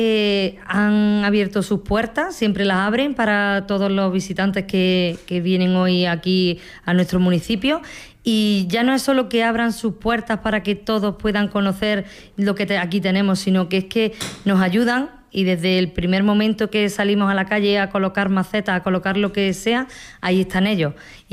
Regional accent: Villanueva del Duque, Andalusia, Spain; born there; de Villanueva del Duque, soy vecina y concejala de esta localidad. Nací aquí, vivo aquí

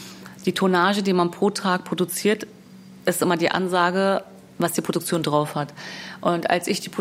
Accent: Berlin, Germany; ich bin 40 Jahre alt und lebe in Berlin. Ich bin in Berlin geboren, groß geworden und bin Unternehmerin.

